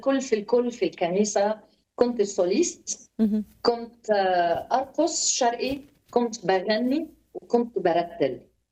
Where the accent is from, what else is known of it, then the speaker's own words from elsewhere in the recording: Lebanon; accent: Lebanese; كل كلمه لبنانيه تطلع مني تترجم مصري على طول في اسم يسوع. سو لهجتي منيحه بالمصري صح؟